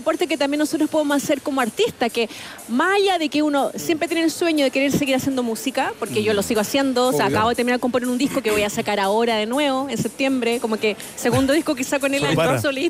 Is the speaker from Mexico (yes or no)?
no; Chile; como somos chaqueteros los chilenos